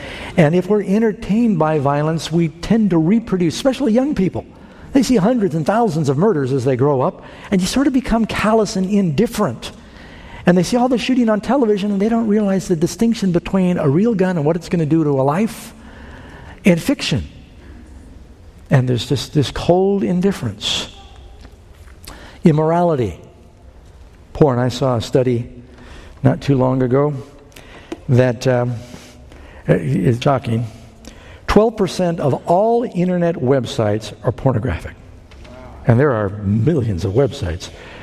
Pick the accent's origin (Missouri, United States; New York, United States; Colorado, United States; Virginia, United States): New York, United States; New York City; born or raised there